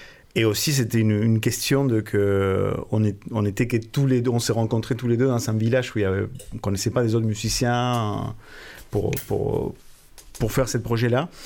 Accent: Argentina; French is a second language; moved away as an adult; now in France; je suis argentin, je suis en France depuis presque 20 ans.

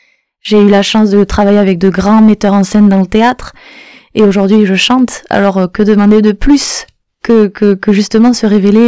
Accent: Comminges valley, Occitanie, France; moved away as an adult; now in Cameroon; je suis de la région. Je suis de la vallée de Comminges, juste à côté de Rieux-Volvestre.

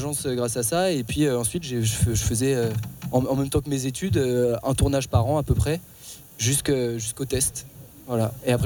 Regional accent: Paris, Île-de-France, France; En fait, je suis parisien.

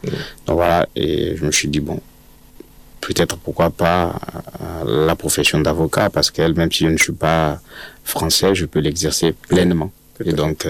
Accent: Togo; moved away as an adult; rentrer chez moi au Togo

